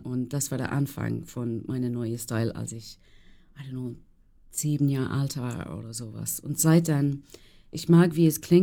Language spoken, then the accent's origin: German; Ireland; German is a second language; moved away; ich komme aus Irland